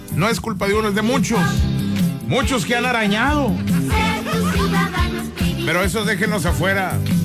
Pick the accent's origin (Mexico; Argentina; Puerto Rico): Mexico; Pero nosotros como buenos mexicanos vamos a apoyar a la selección. Hoy gana México.